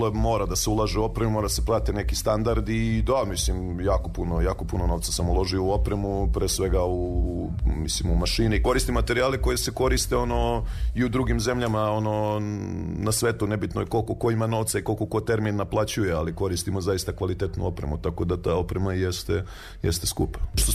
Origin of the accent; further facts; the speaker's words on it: Gornji Milanovac, Moravica District, Serbia; born there; rodom sam iz Gornjeg Milanovca, već tetoviram već preko 15 godina.